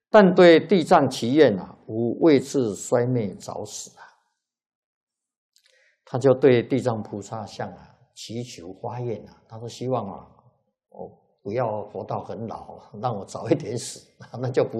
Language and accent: Chinese; China; 所以出家人啊，我们中国人啊是沙门啊。